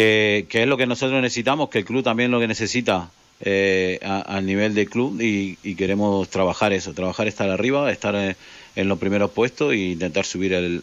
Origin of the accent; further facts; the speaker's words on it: Rubí, Catalonia, Spain; me sentí muy orgulloso porque yo soy de aquí de Rubí